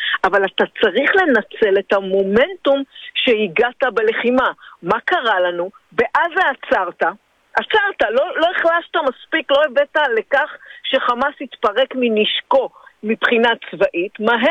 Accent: the Krayot, Haifa District, Israel; moved away as an adult; now in Gedera, Israel; אני מחיפה, מהקריות, גדלתי בקריות, גרתי בחיפה, למדתי באוניברסיטת חיפה את התואר הראשון שלי.

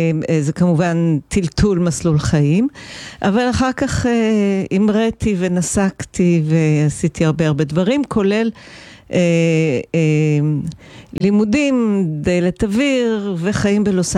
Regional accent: Shamir, Northern District, Israel; moved away as an adult; also born or lived in Los Angeles; now in Shamir, Israel; נולדתי וגדלתי בקיבוץ שמיר.

